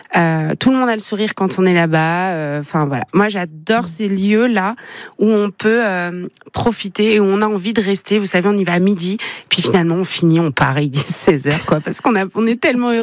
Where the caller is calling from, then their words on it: Auvergne-Rhône-Alpes, France; Je suis savoyarde.